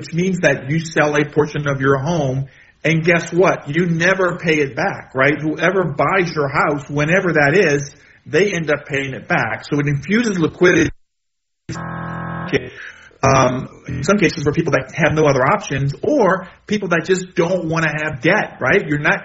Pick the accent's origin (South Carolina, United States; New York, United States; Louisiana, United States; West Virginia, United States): Louisiana, United States; New Orleans; I'm from New Orleans.